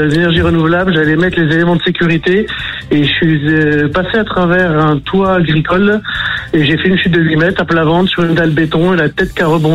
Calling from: Toulouse, Occitanie, France; J'ai 48 ans et je suis à Toulouse.

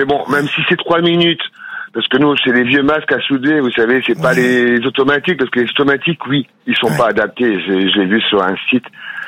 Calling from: Hauts-de-France, France; De Chivreval, en Picardie.

